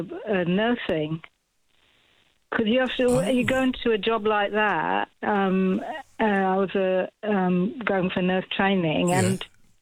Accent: London, United Kingdom; moved away as an adult; also born or lived in Cornwall; I grew up in London, but I went to train in Cornwall. So it was a long way away from home.

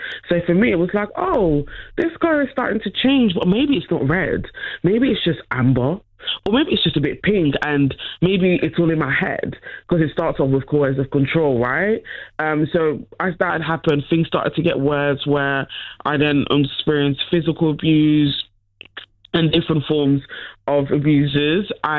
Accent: Netherlands; I grew up in the Netherlands.

